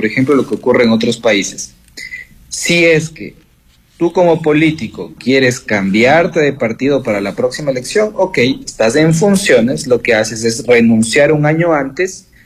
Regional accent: Ecuador

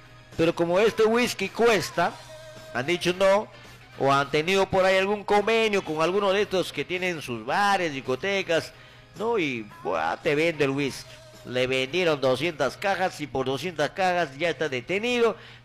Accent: Peru; ciudadano de a paso y peruano

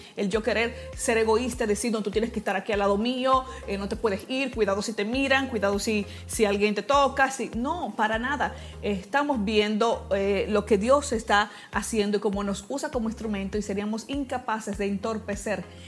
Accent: Dominican Republic

